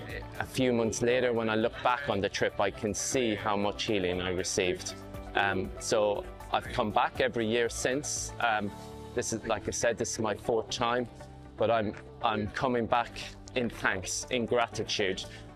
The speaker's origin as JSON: {"language": "English", "country": "Ireland", "moved": "yes", "lives_now": "South of England, United Kingdom", "said": "I'm from Ireland, but I live in the south of England at the moment."}